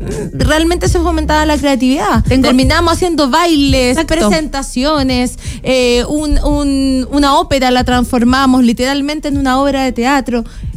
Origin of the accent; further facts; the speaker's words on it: Antofagasta, Chile; Bueno, yo que soy de Antofagasta, me gusta más el calorcito, me gusta más la primavera, incluso el otoño, que sí.